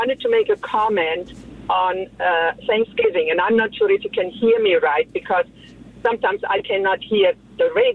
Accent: Germany; now in Canada; I'm from Germany.

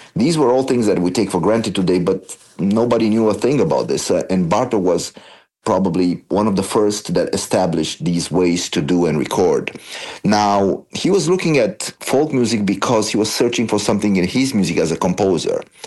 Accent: Transylvania, Romania; moved away; I grew up in Transylvania

